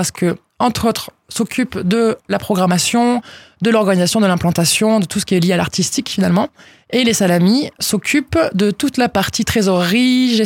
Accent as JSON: {"language": "French", "town": "Salles-sur-Garonne", "region": "Occitanie", "country": "France", "tie": "born or raised there"}